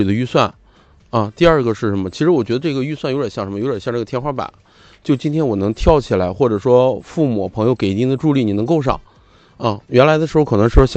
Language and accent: Chinese; Hebei, China; moved away as an adult; now in Haikou, China; 我是一个外地人，我是河北的，我21年来到海口